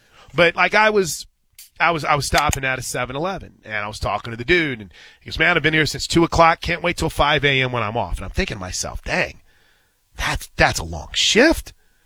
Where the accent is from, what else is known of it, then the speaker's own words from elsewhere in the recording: St. Louis, Missouri, United States; I grew up just outside of St. Louis, and St. Louis wasn't really an NBA mecca, right?